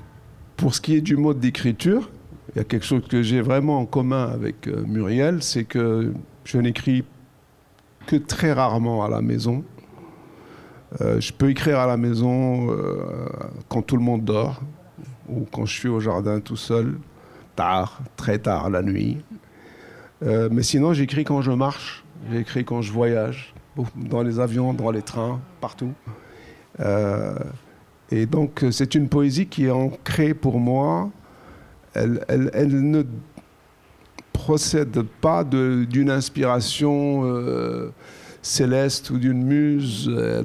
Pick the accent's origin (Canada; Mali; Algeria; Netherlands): Algeria; moved away; je suis algérien de nationalité, mais je me suis toujours considéré, même quand je vivais en Algérie, comme un citoyen du monde.